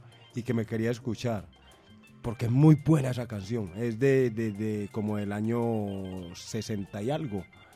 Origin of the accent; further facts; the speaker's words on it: Bellavista, Chocó, Colombia; now in Medellín, Colombia; Yo soy de Bellavista, Bojayá